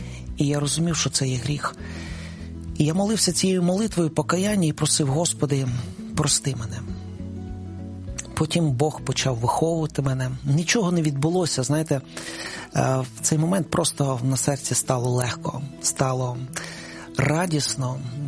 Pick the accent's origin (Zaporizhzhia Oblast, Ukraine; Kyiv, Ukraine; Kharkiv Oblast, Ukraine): Kyiv, Ukraine; я виріс на Троєщині, в Києві на Троєщині, і в нашому кінотеатрі показували фільм «Ісус».